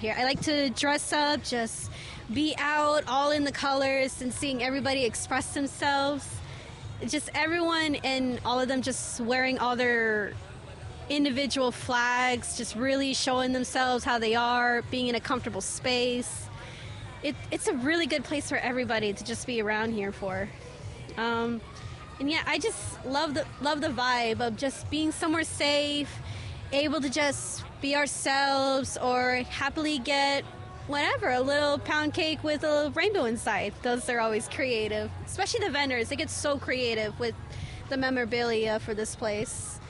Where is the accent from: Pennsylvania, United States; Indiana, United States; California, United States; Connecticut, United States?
California, United States; Oxnard; I'm from Oxnard, California.